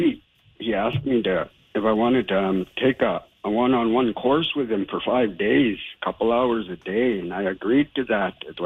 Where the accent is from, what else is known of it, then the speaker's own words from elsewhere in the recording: Tuktoyaktuk, Northwest Territories, Canada; moved away as an adult; now in Inuvik, Canada; I live here in Inuvik. I'm originally from Tuktoyaktuk, but I moved here 20 years ago and I've never went back to Tuk pretty much. Just stayed around Inuvik.